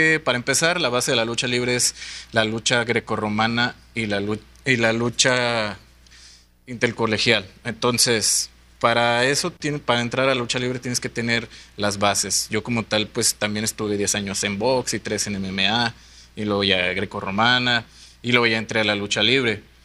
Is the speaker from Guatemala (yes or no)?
no; Durango, Mexico; a mí que soy duranguense